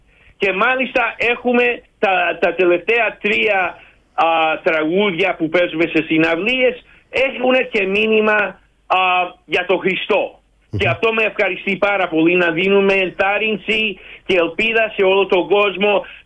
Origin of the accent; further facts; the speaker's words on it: Greece; first language Greek; moved away; είμαι Έλληνας, που η πρώτη μουσική που άκουσα όταν ήμουνα 3 ημερών ήταν η Βυζαντινή μουσική, ο πατέρας μου ιερέας Ορθόδοξος